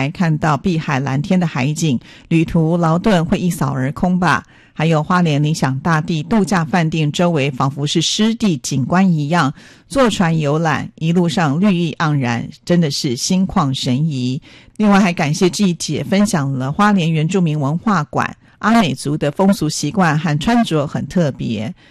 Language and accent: Chinese; Zhejiang, China; moved away; 我家乡所在的浙北地区